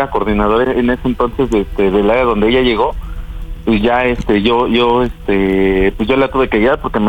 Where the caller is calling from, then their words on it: Oaxaca, Mexico; Tengo 25 años y soy aquí de Oaxaca.